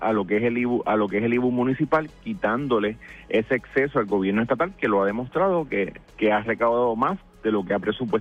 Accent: Puerto Rico

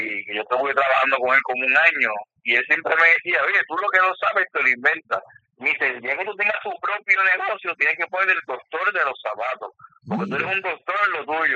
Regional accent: Bayamón, Puerto Rico; Yo soy de Bayamón, nacido en Bayamón.

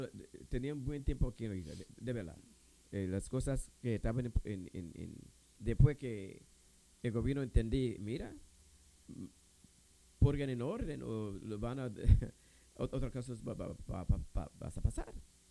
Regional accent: U.S. Virgin Islands

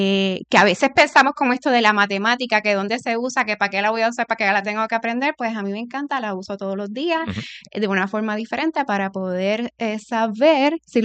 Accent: Lares, Puerto Rico; born there; now in Trujillo Alto, Puerto Rico; yo nací en Lares y actualmente estoy residiendo en Trujillo Alto

